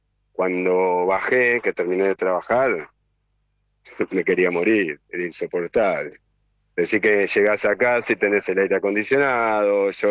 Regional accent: Argentina; Para nosotros que somos argentinos.

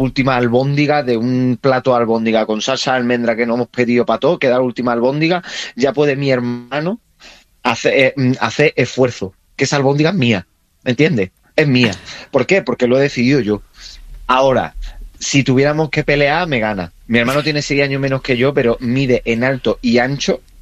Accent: Andalusia, Spain; accent: ceceo; Porque en mi pueblo se cecea mucho.

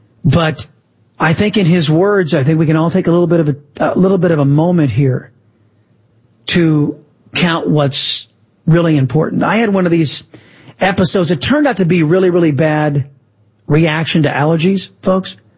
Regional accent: Texas, United States; my home state of Texas

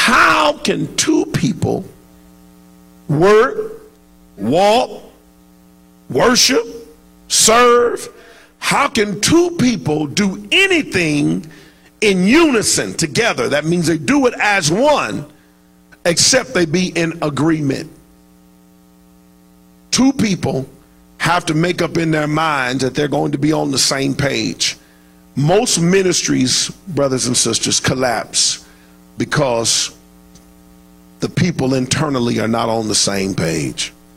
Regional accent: Los Angeles, California, United States; Growing up in Los Angeles, I am a diehard Los Angeles Laker fan.

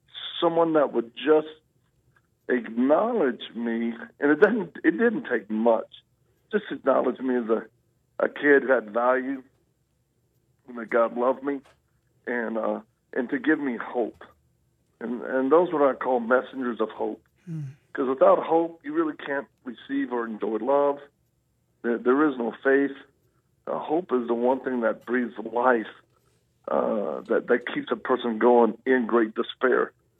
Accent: Louisiana, United States; also born or lived in Mississippi / Texas; Well, I'm a Southern boy. I was born in Louisiana and spent a lot of time on the bayous. And then, you know, we moved around a lot. So we spent time in three main states, Louisiana, Mississippi, and Texas.

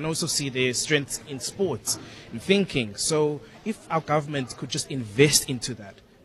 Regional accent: South Africa; now in Cape Town, South Africa; me as a South African, is that the investment into sports. So within my own city, I live in town, right?

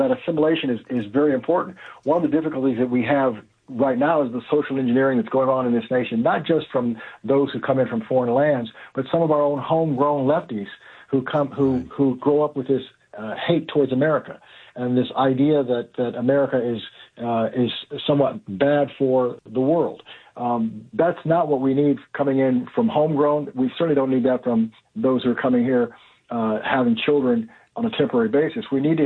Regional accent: United States; There is an appreciation that I have for being an American.

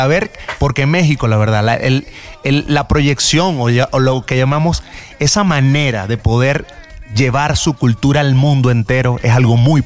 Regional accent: Araure, Portuguesa, Venezuela; born there; Yo nací en Araure, Venezuela, un pueblito que está 5 horas de Caracas, un pueblo llanero que se escucha mucho la música tipo jarocha

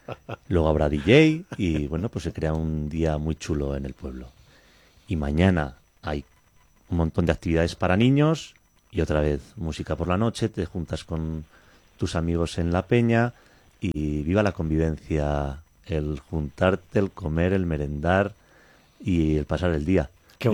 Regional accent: Quintana, Spain; moved away; mi pueblo, Quintana

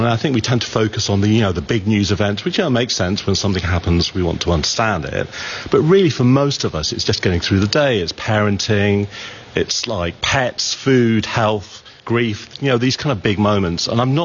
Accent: England, United Kingdom; I grew up in England, did not grow up with proms

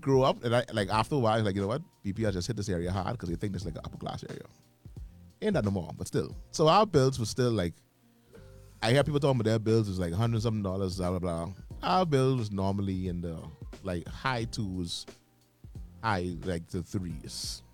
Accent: Nassau, New Providence, Bahamas; like 40 years ago. Because we moved in that house in June. I was born in August

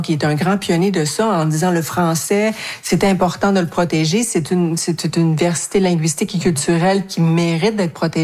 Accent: Mashteuiatsh, Quebec, Canada; Je viens de la communauté de Mashtuyat, puis je suis Cree-Innu et Abenaki.

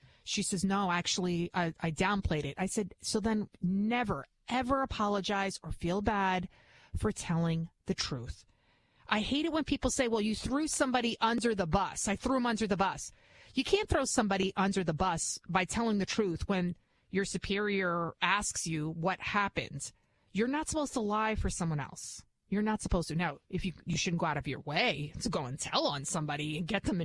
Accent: Bronx, New York, United States; accent: Bronx; English is a second language; I can be from the Bronx. Obviously, you can hear it in my accent, which I've been trying to get rid of, but it's just a part of who I am. And I talk with my hands if you see me on TV. I'm first generation American. I didn't even speak English growing up.

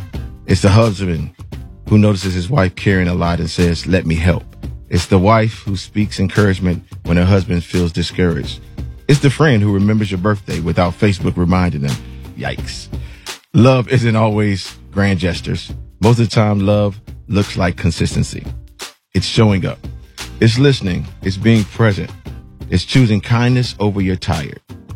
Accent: Chicago, Illinois, United States; That is funny. I'm from Chicago. Definitely

